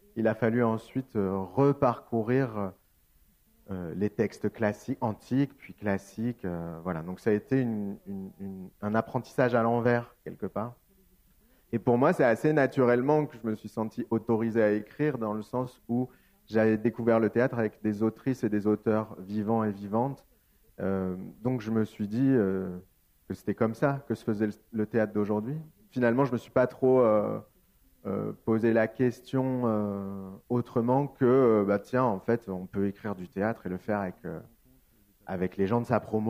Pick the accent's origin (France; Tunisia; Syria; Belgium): France; Avignon, Provence-Alpes-Côte d'Azur; Effectivement, je suis né à Avignon, j'ai grandi dans un quartier qui s'appelle la Croix des Oiseaux, qui est en dehors des remparts. Et puis après, j'ai habité au Pont des Deux Eaux.